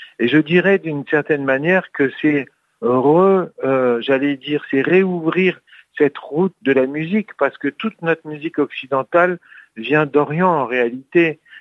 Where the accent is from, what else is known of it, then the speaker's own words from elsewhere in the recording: Lyon, Auvergne-Rhône-Alpes, France; born there; moi je suis né à Lyon